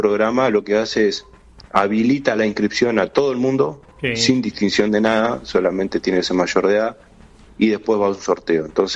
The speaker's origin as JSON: {"language": "Spanish", "region": "Montevideo", "country": "Uruguay", "tie": "born there"}